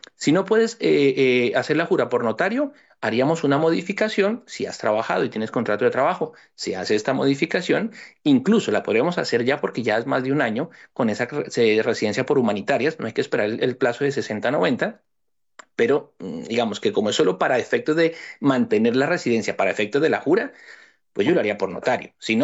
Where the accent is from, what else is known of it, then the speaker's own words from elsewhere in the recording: Colombia; moved away; los que somos de Colombia